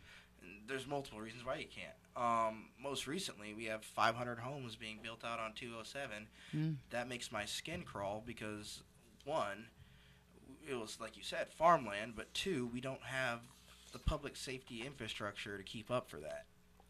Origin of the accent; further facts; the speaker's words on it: Marietta, Georgia, United States; now in Putnam County, Florida, United States; I grew up in Marietta, Georgia. We had transportation. We had subways and everything else.